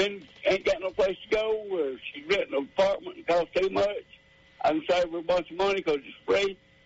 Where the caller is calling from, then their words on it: Albertville, Alabama, United States; I'm calling from Albertville, Alabama.